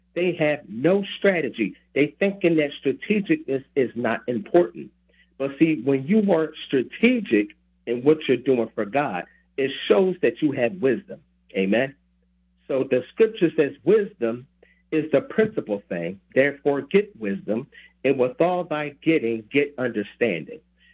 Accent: Camden, New Jersey, United States; And now when you have an anointing to reach my hometown, Camden, New Jersey, then that means you have an anointing for Camden.

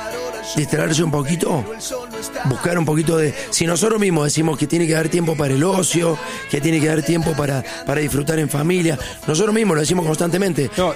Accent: Argentina; aunque sea sentir que somos argentinos.

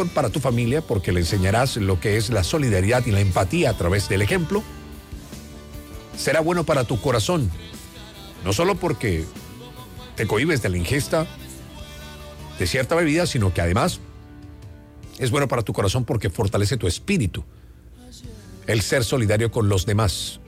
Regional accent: Caribbean Region, Colombia; creo que hemos sido privilegiados por el Creador para escogernos, para residir, para nacer, para crecer y desarrollarnos en un ambiente como el Caribe colombiano

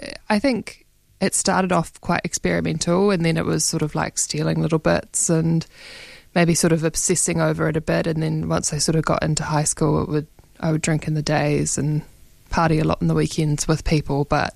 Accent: Christchurch, Canterbury, New Zealand; also born or lived in Dunedin; So I was born in Christchurch, grew up in Christchurch, left after high school to study in Dunedin, and then sort of have lived in a few places since then.

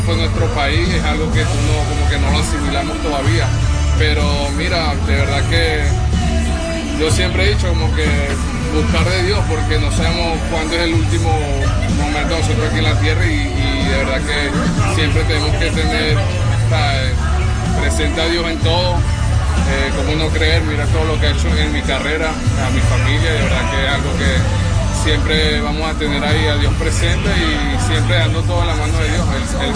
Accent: Venezuela; moved away; lo que pasó allá con mi tierra

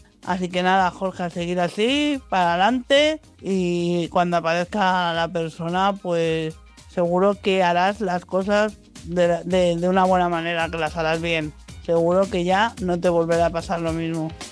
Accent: Madrid, Community of Madrid, Spain

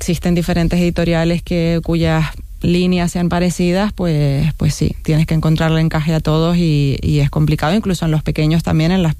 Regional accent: Canary Islands, Spain; now in Madrid, Spain

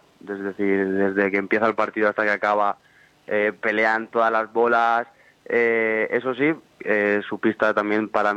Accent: Cocentaina, Valencian Community, Spain; now in Alcoy, Spain; yo soy de Cocentaina. De concentrar y sí, yo estoy en Alcoy y a ver, es casi lo mismo, es decir, lo hago casi todo allí, es decir, estudio allí, juego a hockey allí.

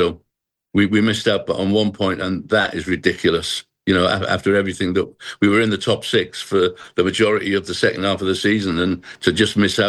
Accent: Wrexham, Wales, United Kingdom; Well, we're a spillover from Birmingham, Manchester, Liverpool, probably closer to Liverpool than anybody. We had an ancient city just up the road in Chester.

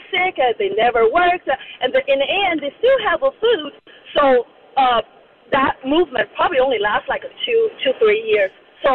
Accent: China; now in United States; I grew up in China.

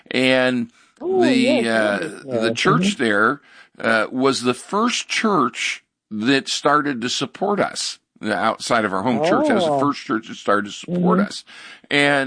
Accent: Richfield, United States; even though I grew up in Richfield, actually my family's from Richfield, my dad's family, and I grew up across the street from my great grandparents' farm

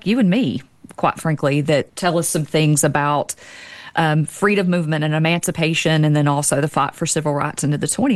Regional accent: Kentucky, United States; I mean, I'm from Eastern Kentucky, and it makes me excited to hear about things that are going on, you know, how my local community had connected to national events.

